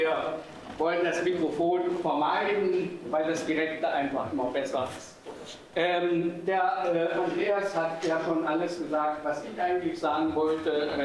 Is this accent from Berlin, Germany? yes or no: no; Dessau, Saxony-Anhalt, Germany; born or raised there; moved away